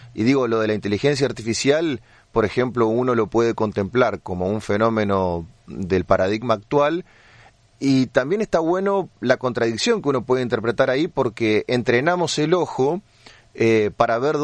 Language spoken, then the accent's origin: Spanish; Argentina; lo que nos pasa como argentinos muchas veces creemos que nos pasa solamente a nosotros